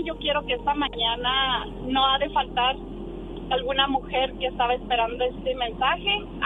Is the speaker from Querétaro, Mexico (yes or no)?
no; Valle de Juárez, Chihuahua, Mexico; also born or lived in Texas; now in El Paso, United States; yo nací en Texas, pero fui criada en el Valle de Juárez.